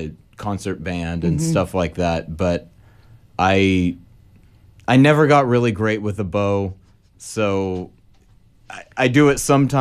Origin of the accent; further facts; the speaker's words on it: San Jose, California, United States; San Jose, California.